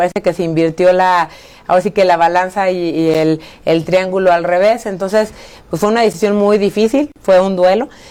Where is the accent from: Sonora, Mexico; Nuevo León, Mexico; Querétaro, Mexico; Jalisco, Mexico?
Jalisco, Mexico; San Juan de los Lagos; born there; now in León, Mexico; mi papá fue fundador en San Juan de los Lagos, Jalisco, porque yo nací por allá